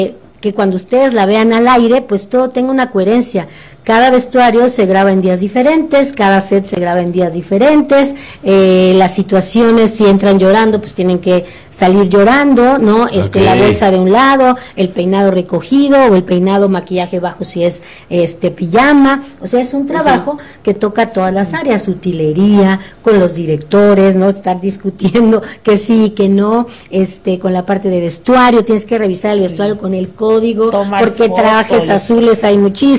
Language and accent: Spanish; Campeche, Mexico